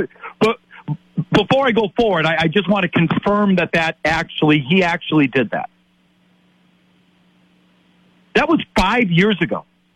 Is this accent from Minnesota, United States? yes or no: no; Milwaukee, Wisconsin, United States; moved away; I'm from Wisconsin. I'm from Milwaukee.